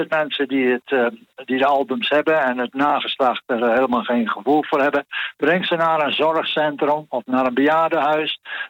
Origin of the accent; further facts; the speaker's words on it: Friesland, Netherlands; born there; als Fries van geboorte